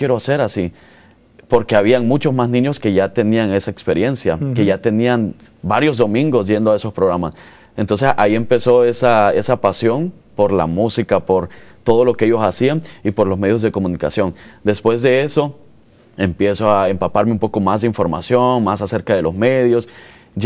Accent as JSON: {"language": "Spanish", "town": "Nueva Concepción", "region": "Chalatenango", "country": "El Salvador", "tie": "born or raised there", "moved": "yes", "lives_now": "Alabama, United States", "said": "Soy originario de la Nueva Concepción, Chalatenango, en El Salvador"}